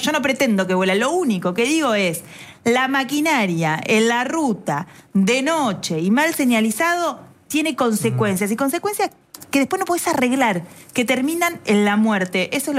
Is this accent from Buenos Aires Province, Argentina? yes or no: yes; La Dulce, Buenos Aires Province, Argentina; moved away; Yo soy de La Dulce, un pueblito que está cerca de Necochea, soy del interior.